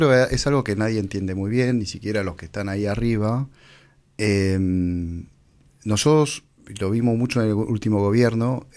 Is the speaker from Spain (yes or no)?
no; Argentina; en un país como nuestro, Argentina